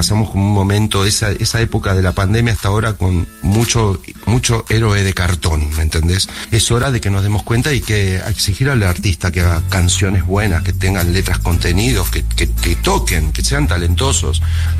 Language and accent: Spanish; Argentina